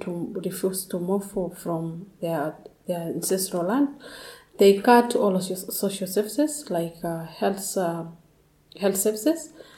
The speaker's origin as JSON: {"language": "English", "country": "Tanzania", "second_language": "English", "said": "from Tanzania, northern part."}